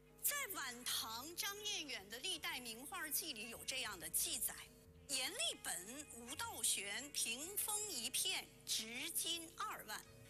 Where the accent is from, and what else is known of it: China